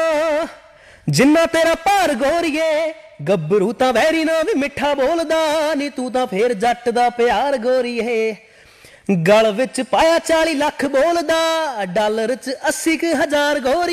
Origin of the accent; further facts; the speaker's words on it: Punjab, India; मैं भी पंजाबी हूँ, वो भी पंजाबी हैं, और पूरे पंजाब को वर्ल्ड वाइड रिप्रेजेंट भी कर रहे हैं